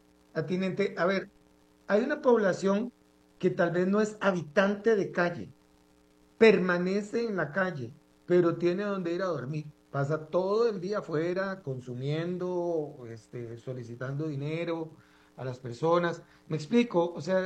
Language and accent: Spanish; San José, Costa Rica